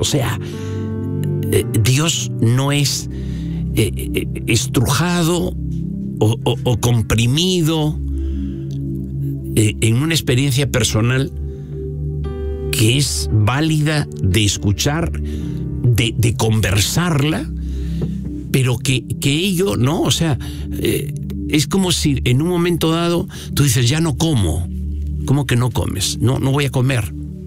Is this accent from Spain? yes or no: yes; Castile and León, Spain; moved away; y en mi pueblo, en León.